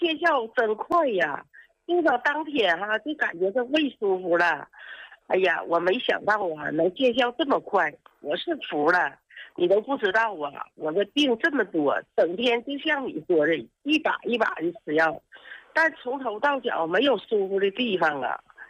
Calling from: Fushun, Liaoning, China; 我是辽宁抚顺的，今年66岁的。

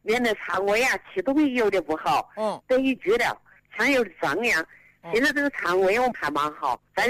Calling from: Wuhan, Hubei, China; 我是这个武汉人，武昌这边。

